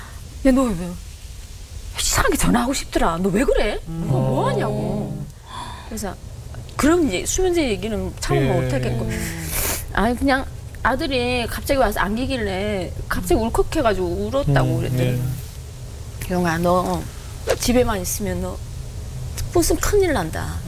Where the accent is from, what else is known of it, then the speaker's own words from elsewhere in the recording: North Korea; accent: North Korean; now in South Korea; 제가 한국에 온 지 그때만 해도 몇 년밖에 안 됐으니까 네. 이게 대사하다가 이렇게 약간 북한 말투나 이런 게 네네. 나가잖아요.